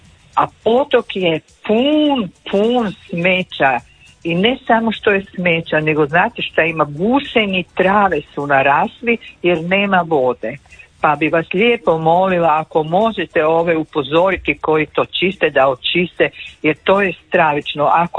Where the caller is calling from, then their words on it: Zagreb, City of Zagreb, Croatia; ja sam tu iz Sesveta.